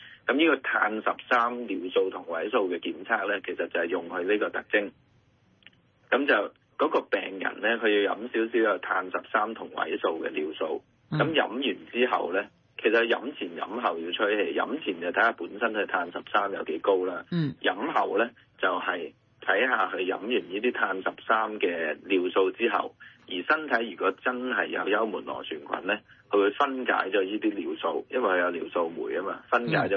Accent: Hong Kong; 我哋香港人

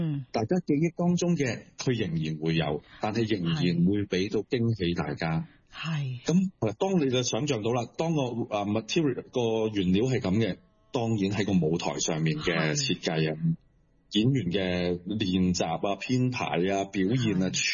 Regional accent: Hong Kong; 我们香港人一起互相帮助

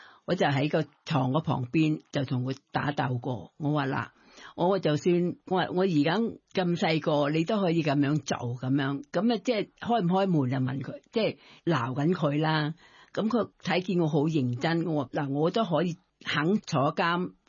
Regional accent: Thailand; Cantonese is a second language; 因为我自己又唔敢，即系我哋泰国人咧就。

